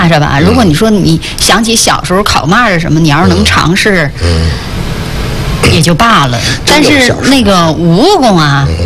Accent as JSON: {"language": "Chinese", "region": "Northeast China", "country": "China", "said": "我们东北年轻人讲述东北的人、东北的事儿。"}